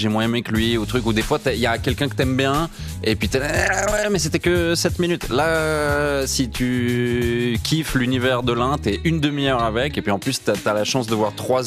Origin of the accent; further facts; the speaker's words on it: Fribourg, Switzerland; tu dis que je viens d'un canton qui est typiquement suisse, parce que oui, je viens de Fribourg.